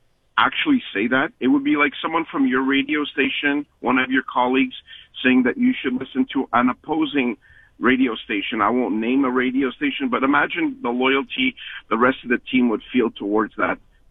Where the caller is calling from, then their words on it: Montreal, Quebec, Canada; to me, an English-speaking person from any part of the Montreal area